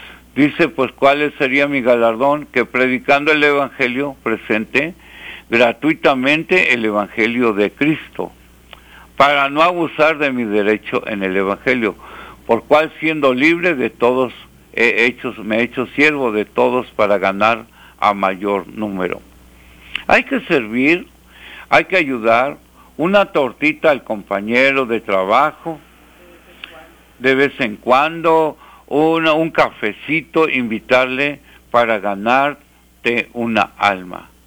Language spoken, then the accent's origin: Spanish; Mexico; yo soy católico, soy apostólico y mexicano. Yo no soy de Roma, pero yo soy católico.